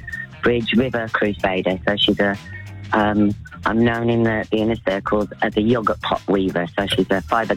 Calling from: Wolverhampton, West Midlands, United Kingdom

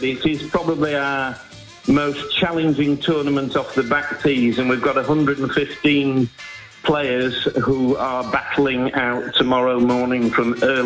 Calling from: Scarborough, Yorkshire and the Humber, United Kingdom; I'm calling from a very sunny Scarborough. North Yorkshire.

